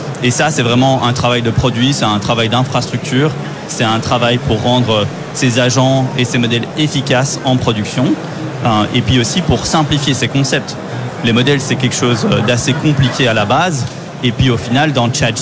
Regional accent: Brussels, Belgium; now in San Francisco, United States; D'origine, oui. Et maintenant, je vis aux États-Unis, ça fait 2 ans, à San Francisco.

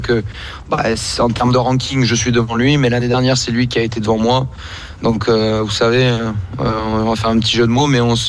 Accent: Marseille, Provence-Alpes-Côte d'Azur, France; c'est en réalité nous sommes originaires de Marseille

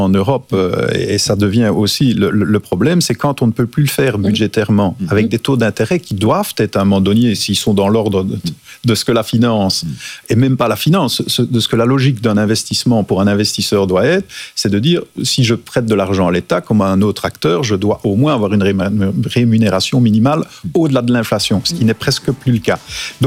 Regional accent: Belgium; moi je suis belge, je ne suis pas espagnol

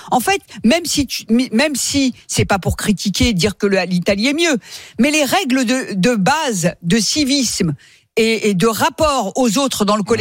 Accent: France; on a grandi dans cette société, on est français depuis longtemps, on a grandi ici, d'accord, moi dans mes générations.

